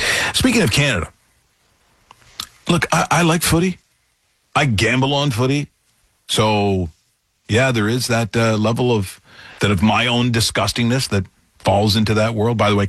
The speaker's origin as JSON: {"language": "English", "country": "Ireland", "said": "as an Irish person"}